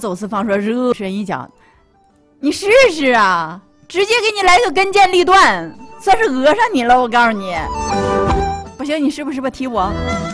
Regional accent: Northeast China, China

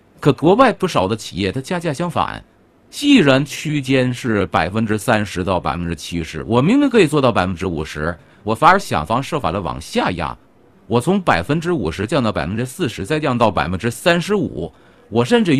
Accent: China; 就是我们中国出品的必是精品，我们中国人还在这拿着金饭碗在那要饭呢，还认为国外进口的好

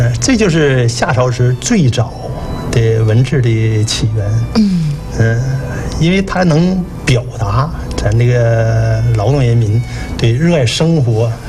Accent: China

